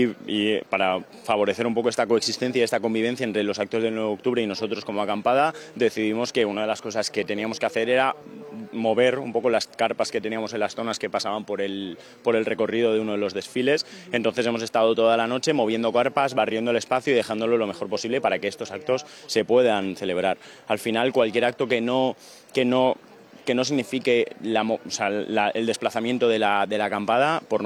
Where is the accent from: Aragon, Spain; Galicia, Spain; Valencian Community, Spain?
Valencian Community, Spain; Nosotros somos valencianos, la gran mayoría de nosotros somos valencianos